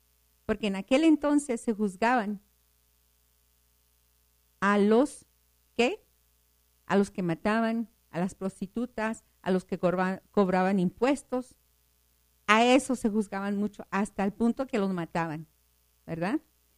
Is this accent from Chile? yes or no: no; El Paso, Texas, United States; Somos de aquí, del Paso, Texas.